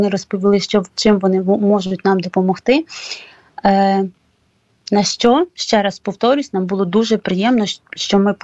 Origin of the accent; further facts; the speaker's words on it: Ivano-Frankivsk, Ivano-Frankivsk Oblast, Ukraine; now in Warsaw, Poland; Кожної неділі у Івано-Франківську, я сама з Івано-Франківська, проходять акції підтримку безвісти зниклих і полонених.